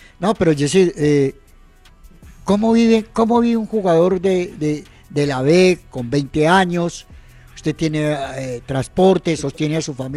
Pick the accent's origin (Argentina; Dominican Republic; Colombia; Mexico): Colombia; Antioquia; nosotros los antioqueños